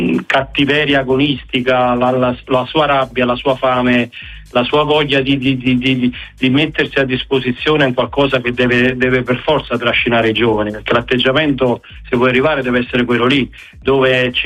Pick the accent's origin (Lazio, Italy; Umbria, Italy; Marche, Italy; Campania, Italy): Campania, Italy; Naples; soprattutto per me da napoletano, che all'epoca l'avevo scelto perché il mio idolo.